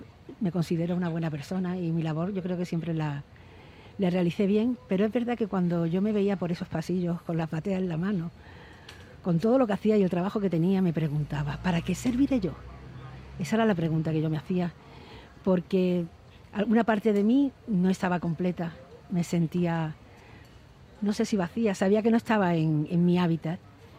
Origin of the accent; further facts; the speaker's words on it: Melilla, Spain; also born or lived in Rif, Morocco; soy melillense, pero yo también tengo algo de rifeña, bastante.